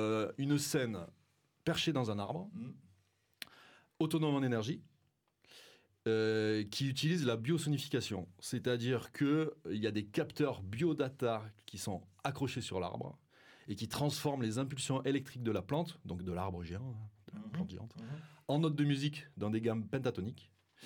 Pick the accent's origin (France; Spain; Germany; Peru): France; Occitanie; Donc du handpan et un chant inspiré d'un vieux poème Cévenol, parce que moi je viens des Cévennes.